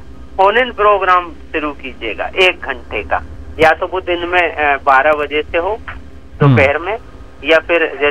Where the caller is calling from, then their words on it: Indore, Madhya Pradesh, India; मैं हाँ इंदौर से बात कर रहा हूँ